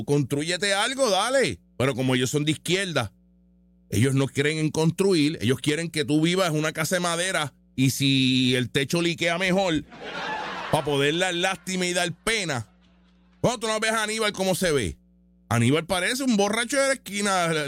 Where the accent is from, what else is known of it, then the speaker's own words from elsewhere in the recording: Puerto Rico; Y me siento igual de puertorriqueño que el más zurdo.